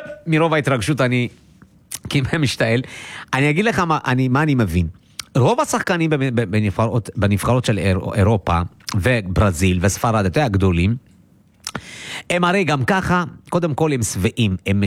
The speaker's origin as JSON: {"language": "Hebrew", "town": "Arad", "region": "Southern District", "country": "Israel", "said": "אני גם מערד"}